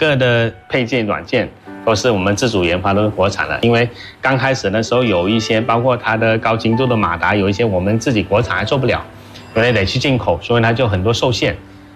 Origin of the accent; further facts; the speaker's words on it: Jieyang, Guangdong, China; 我是在粤东地区揭阳市乡村长大